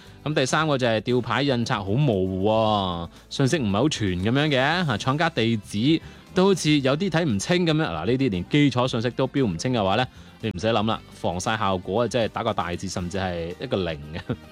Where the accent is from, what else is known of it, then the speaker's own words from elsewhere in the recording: Guangdong, China; 我哋廣東人